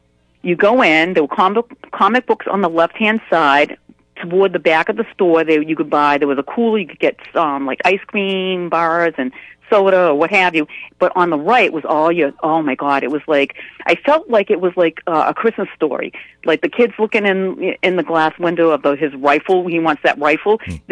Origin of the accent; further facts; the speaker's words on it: Webster, United States; my girlfriend who I grew up with in Webster. She lives in Vermont